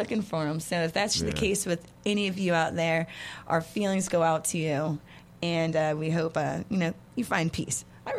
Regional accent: West Virginia, United States; We're from West Virginia, right. And that's kind of what we do up in West Virginia.

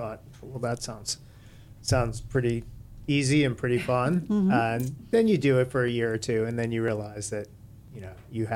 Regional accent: New York City, New York, United States; moved away as an adult; also born or lived in Clemson, South Carolina; now in Sarasota, United States; I am from the Big Apple. I'm from New York City and grew up there, born and raised, and left to go south for college 100 years ago when I went to a school in South Carolina, Clemson.

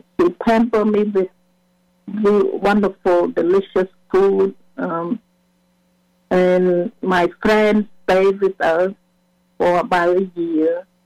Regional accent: Battambang, Cambodia; born or raised there; English is a second language; moved away

